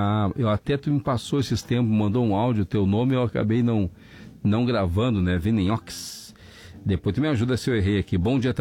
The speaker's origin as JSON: {"language": "Portuguese", "region": "Rio Grande do Sul", "country": "Brazil", "tie": "born or raised there", "also_born_or_lived": "Santa Catarina", "said": "sou natural de Santa Catarina, mas cresci e me criei nesta terra abençoada, que é o nosso Rio Grande do Sul."}